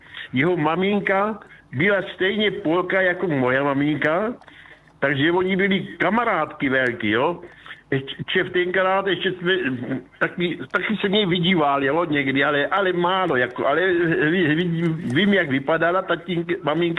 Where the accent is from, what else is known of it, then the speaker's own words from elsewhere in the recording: Olbramovice, South Moravian Region, Czechia; born there; tak já jsem se narodil v Olbramovicích u Moravského Krumlova. To nejsou ty Olbramovice někde u Benešova, to jsou tady u Moravského Krumlova.